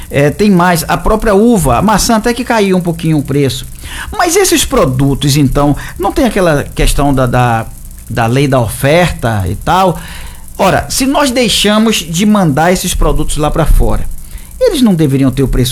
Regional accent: Paripe, Bahia, Brazil; A beterraba, que o médico, quando eu era pequeno lá em Paripe, dizia assim, ah, você tem que comer beterraba.

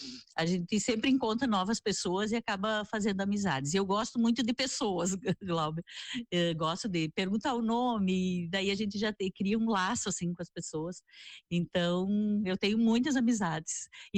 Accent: Mormaço, Rio Grande do Sul, Brazil; born there; moved away; Eu sou de Mormaço, minha família toda nasceu no Mormaço. Sou de Mormaço e na época que eu nasci lá era município de Soledade. Mas as minhas raízes todas é lá no Mormaço.

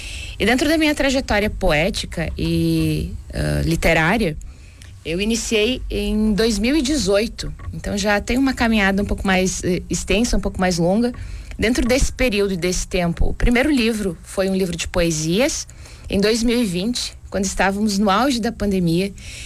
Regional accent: Porto Vera Cruz, Rio Grande do Sul, Brazil; also born or lived in Nova Araçá; now in Garibaldi, Brazil; A minha cidade natal é Porto Vera Cruz, lá na fronteira do estado, mas morei quase 20 anos na região da Serra já.

